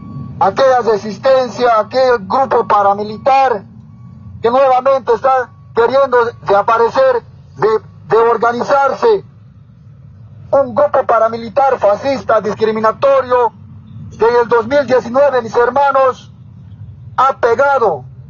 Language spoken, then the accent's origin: Spanish; Cochabamba, Bolivia; nuestra región del trópico de Cochabamba, bastantemente organizado orgánicamente.